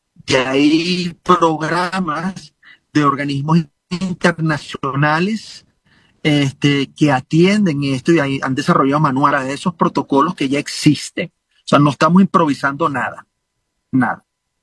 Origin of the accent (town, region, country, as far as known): Venezuela